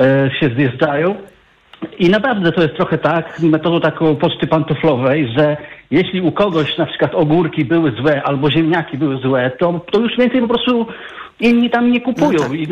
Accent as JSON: {"language": "Polish", "region": "Lublin Voivodeship", "country": "Poland", "said": "Ja pochodzę z takiej mniejszej miejscowości z Lubelszczyzny, powiedzmy powiatowej."}